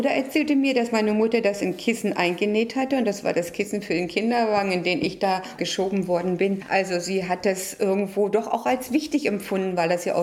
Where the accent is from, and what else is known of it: Berlin, Germany; born there